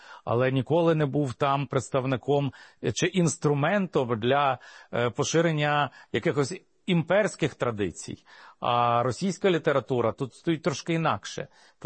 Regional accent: Lviv, Lviv Oblast, Ukraine; Я львів'янин

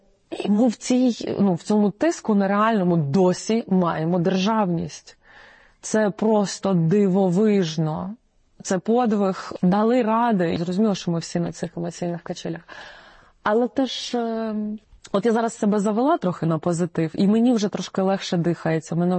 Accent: Russia; moved away; я з Російщини українка

